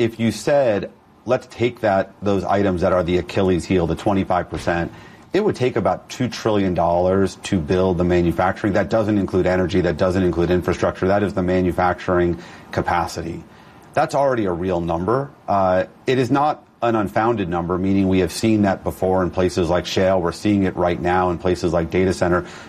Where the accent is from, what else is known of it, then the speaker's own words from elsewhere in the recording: New York, United States; now in Washington, United States; I am born and raised in New York, and so yes, I have to be a Knicks fan